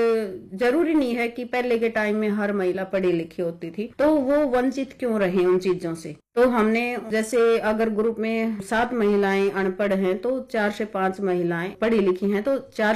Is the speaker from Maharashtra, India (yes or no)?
no; Haryana, India